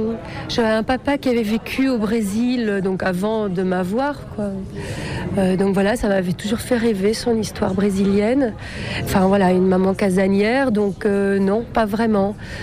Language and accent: French; Belgium; On s'est rencontrés même à l'étranger, lui espagnol, moi je suis belge.